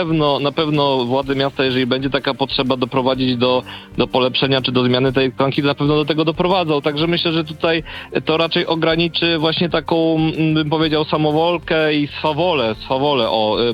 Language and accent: Polish; Gdynia, Pomeranian Voivodeship, Poland; jestem bardzo zadowolony jako rodowity gdynianin.